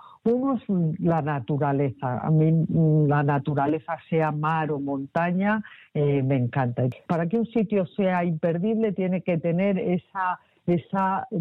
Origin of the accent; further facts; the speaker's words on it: Zamora, Castile and León, Spain; born there; also born or lived in Bahamas; Yo siempre digo que soy gallega de corazón, zamorana de nacimiento, que he vivido en sitios pues tan exóticos como las Bahamas y hoy día pues vivo con un pie en Galicia y el otro en Madrid.